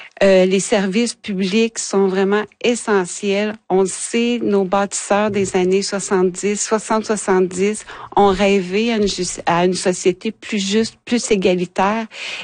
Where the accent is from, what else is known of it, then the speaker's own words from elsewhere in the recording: Ottawa, Ontario, Canada; moved away as an adult; Mais en fait, moi, je suis d'Ottawa. Je suis arrivée ici à l'âge de 24 ans. Donc, je suis arrivée en 94.